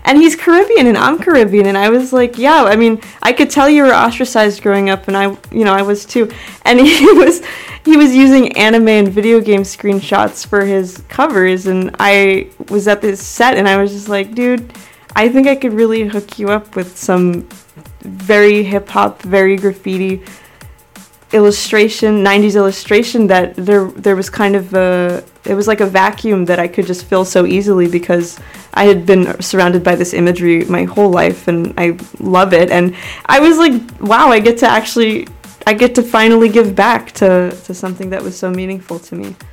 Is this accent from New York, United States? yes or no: yes; Queens, New York, United States; No, I'm from Queens. I'm from Ozone Park.